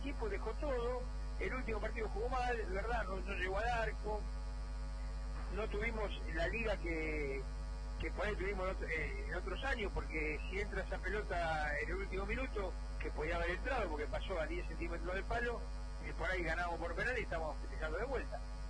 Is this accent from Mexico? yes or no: no; Argentina; Bueno, me alegro mucho por él y como argentino también, porque tenemos un representante que nos honra, ¿no?